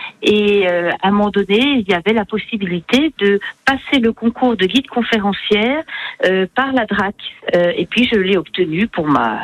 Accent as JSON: {"language": "French", "town": "Dole", "region": "Bourgogne-Franche-Comté", "country": "France", "tie": "born or raised there", "said": "moi je suis doloise, je suis née à Dole, j'ai grandi à Dole"}